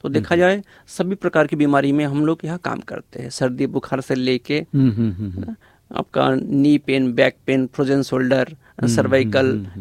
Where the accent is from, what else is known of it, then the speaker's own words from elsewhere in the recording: Kolkata, West Bengal, India; जी मैं एक्चुअली कलकत्ता से बिलोंग करता हूँ मैं